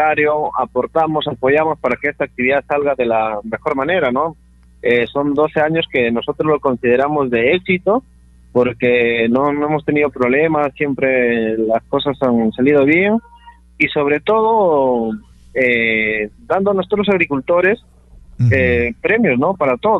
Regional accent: Peru; somos hijos de San Isidro

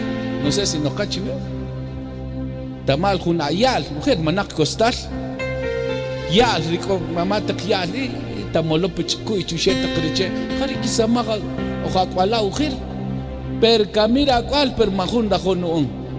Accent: Quetzaltenango, Guatemala; yo crecí en Shela, 10 en Hnab, Shineketzaltenango

